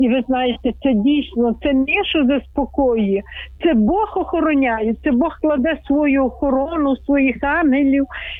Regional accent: Chernivtsi, Chernivtsi Oblast, Ukraine; бо ми я з Чернівців, Західна Україна.

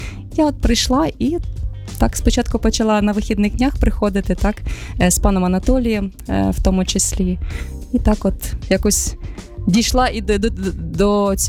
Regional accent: Mykolaiv, Mykolaiv Oblast, Ukraine; also born or lived in western Ukraine; now in Kyiv, Ukraine; я взагалі сама з Миколаєва, з півдня України. Ну, тебе трошки життя так поносило, була всюди, де я тільки не була. І на заході України, і в іншій країні. І так от потрапила буквально десь 2-3 роки тому в Київ.

